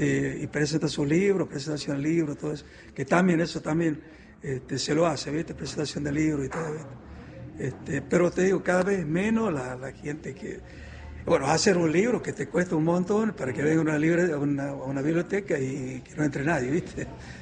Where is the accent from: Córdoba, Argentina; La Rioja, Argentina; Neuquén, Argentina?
La Rioja, Argentina; Aimogasta; yo soy oriundo de nací en Aymogasta, en el interior. Sí. Y tenía una tía mía que era bibliotecaria frente a la plaza de Aymogasta. Y yo nos criamos ahí